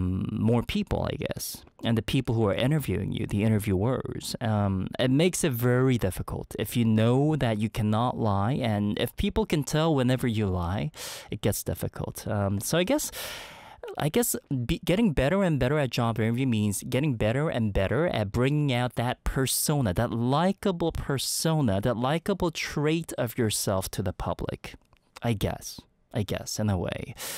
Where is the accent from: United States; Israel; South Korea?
South Korea; Seoul; very far away from my hometown, which is Seoul right now.